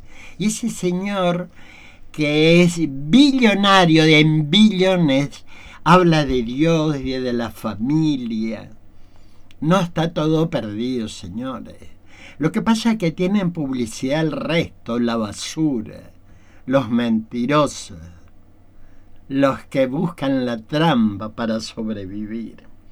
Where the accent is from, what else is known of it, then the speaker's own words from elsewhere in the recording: Posadas, Misiones, Argentina; yo soy argentino, posadeño, pero de corazón guaraní.